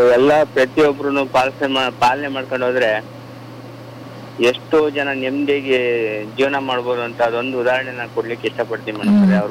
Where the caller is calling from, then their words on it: Chinchanahalli, Karnataka, India; Bhadravati taluk ಚಿಂಚನಹಳ್ಳಿ.